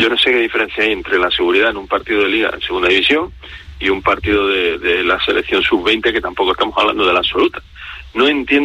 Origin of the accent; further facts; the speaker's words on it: Ceuta, Spain; Para una ciudad leal, leal a España, porque es leal, porque allí somos españoles